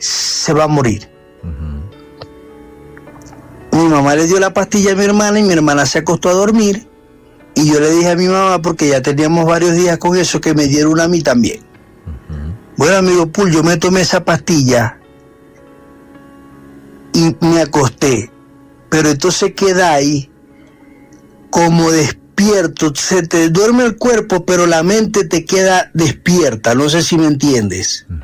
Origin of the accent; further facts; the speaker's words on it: Venezuela; now in Soacha, Colombia; Hermano, mira, yo soy venezolano.